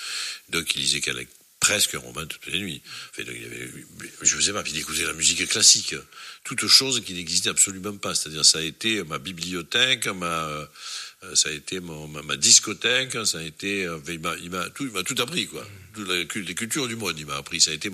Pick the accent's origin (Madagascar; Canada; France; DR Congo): France; Marseille, Provence-Alpes-Côte d'Azur; Et je n'étais même pas marseillais, j'étais de l'Estaque, hein. Enfin, j'étais de ce quartier-là.